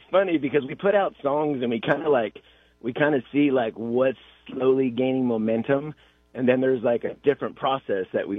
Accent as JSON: {"language": "English", "region": "California", "country": "United States", "tie": "born there", "said": "I wasn't born. I was born in Southern California."}